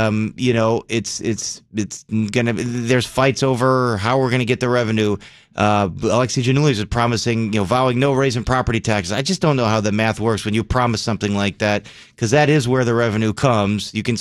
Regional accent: River Forest, Illinois, United States; So I grew up in River Forest

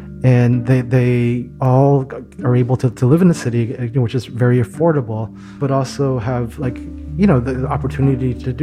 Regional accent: Houston, Texas, United States; moved away as an adult; also born or lived in Chicago / Los Angeles; I grew up in Houston. I came to Chicago after high school. I went to school at a college in Chicago. Then I moved to Los Angeles for 4 years after college.

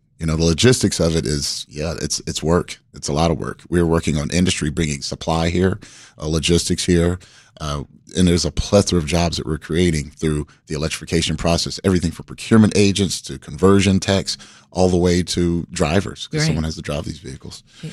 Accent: Atlanta, Georgia, United States; now in Chicago area, United States; I'm new to the area. I'm from Atlanta.

